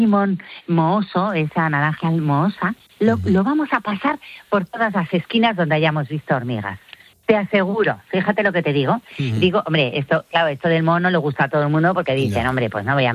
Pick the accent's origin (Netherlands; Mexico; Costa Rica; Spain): Spain